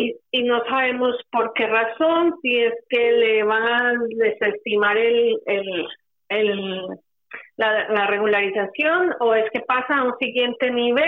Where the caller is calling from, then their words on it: Madrid, Community of Madrid, Spain; de Madrid.